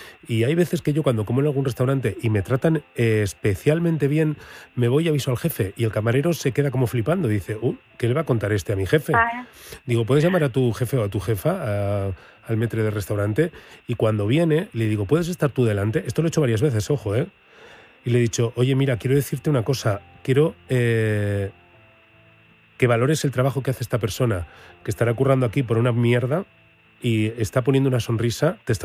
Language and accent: Spanish; Burgos, Castile and León, Spain